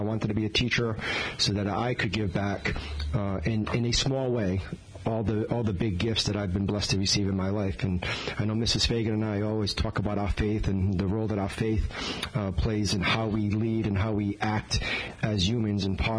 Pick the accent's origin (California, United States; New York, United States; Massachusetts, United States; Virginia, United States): Massachusetts, United States; Fall River; the community that I grew up in Fall River, a very diverse community. You know, being Portuguese, we have over 30 languages spoken in our community.